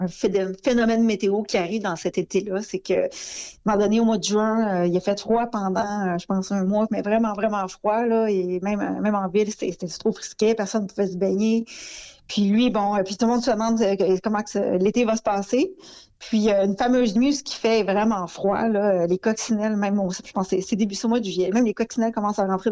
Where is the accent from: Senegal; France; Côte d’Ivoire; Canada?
Canada; L'Ascension, Quebec; qu'il y a eu mon village natal à l'Ascension, il y a eu des pluies diluviennes.